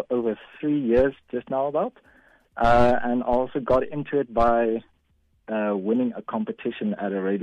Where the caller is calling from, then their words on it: Bloemfontein, Free State, South Africa; I'm calling you from Bloemfontein.